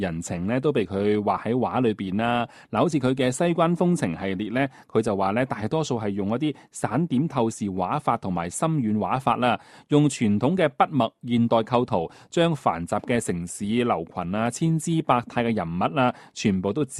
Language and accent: Cantonese; Guangdong, China; 我们老广